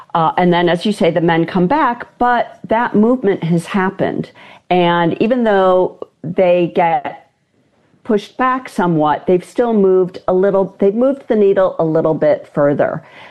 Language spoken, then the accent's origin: English; Cleveland, Ohio, United States; moved away as an adult; also born or lived in Vassar, New York / Berkeley, California; now in San Francisco, United States; I grew up in Cleveland, Ohio.